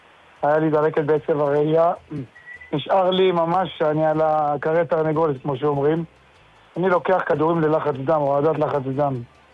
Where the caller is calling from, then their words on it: Krayot, Haifa District, Israel; אני מהקריות, רציתי לשאול את הרב שאלה מאוד חשובה.